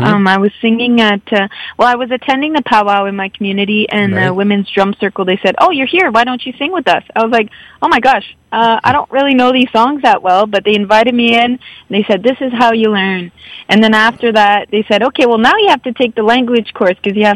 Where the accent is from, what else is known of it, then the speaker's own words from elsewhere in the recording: Sudbury, Ontario, Canada; So I grew up in Sudbury, just outside of Sudbury, and my mom is Francophone. Well, both my parents speak French, so we grew up Franco-Ontarian. And on my dad's side, I'm Wabanaki. Our family comes from a community called Odanak.